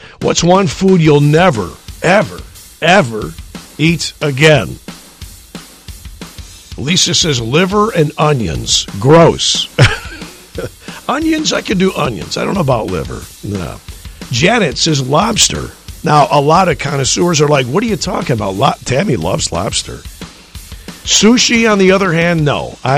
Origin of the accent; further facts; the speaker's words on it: Lansing, Illinois, United States; Counts, my hometown of Lansing, twice now, my parents' old neighborhood in Oakwood Estates, and then Schultz Park, which is not too far from Thornton Fractional South High School, where I attended school, good old TF South